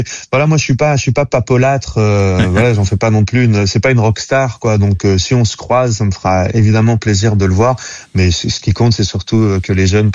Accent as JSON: {"language": "French", "town": "Saint-Étienne", "region": "Auvergne-Rhône-Alpes", "country": "France", "tie": "born or raised there", "said": "je suis originaire de Saint-Étienne."}